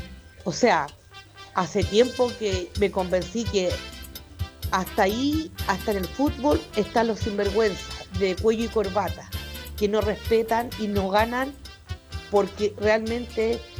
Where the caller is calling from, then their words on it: Quilpué, Valparaíso, Chile; Lo llamo de acá, de Quilpué.